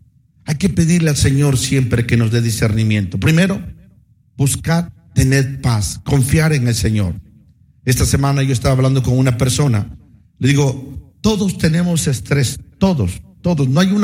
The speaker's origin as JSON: {"language": "Spanish", "town": "Tangamandapio", "region": "Michoacán", "country": "Mexico", "said": "Mire, yo soy de la Peña Colorada, allá de un rancho, por allá, por Tangamanapio. Entonces, gracias al Señor que llegué aquí y los años que Dios me ha permitido vivir aquí"}